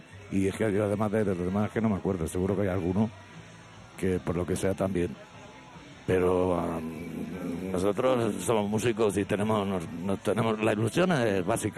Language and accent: Spanish; Madrid, Community of Madrid, Spain; somos todos de Madrid. Bien. Y yo en concreto soy